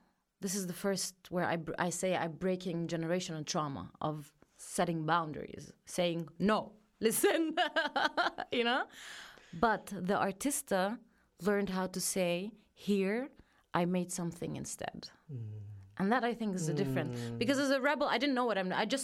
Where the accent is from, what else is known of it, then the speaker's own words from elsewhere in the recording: Austria; born there; first language German; English is a second language; learning that, yes, I do have somehow Austrian identity because I was born here and I speak it. This is my first language that I learned perfectly.